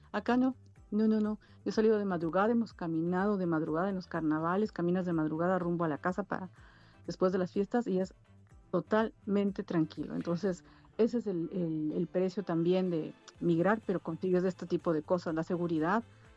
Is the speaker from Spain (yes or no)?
no; Riobamba, Chimborazo, Ecuador; moved away; esto es mi tierra. Yo me hubiera llevado la compra. Y siendo de Riobamba nomás.